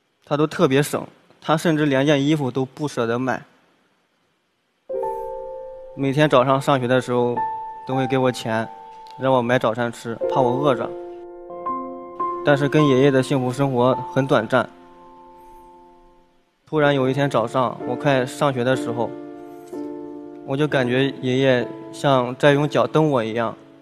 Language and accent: Chinese; Henan, China; 我从河南来的。